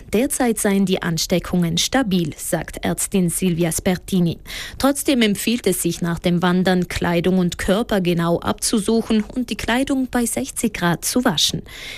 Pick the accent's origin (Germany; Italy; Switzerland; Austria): Italy; Trentino-Alto Adige; Bei uns in Südtirol kommen Zecken immer verbreiteter vor.